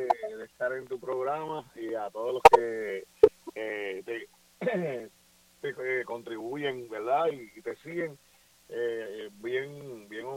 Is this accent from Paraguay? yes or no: no; Guayanilla, Puerto Rico; hice 9 años de director, el restante de subdirector de deportes en mi pueblo de Guayanilla.